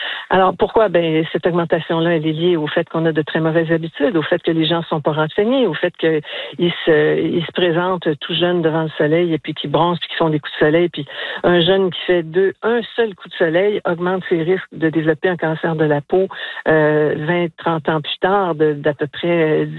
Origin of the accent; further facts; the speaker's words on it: Magdalen Islands, Quebec, Canada; Je suis de la Madeleine